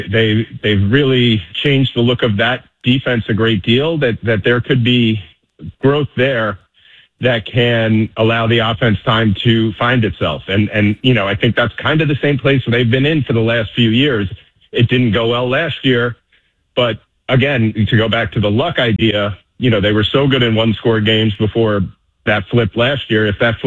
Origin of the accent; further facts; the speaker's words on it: New York, United States; I'm a New Yorker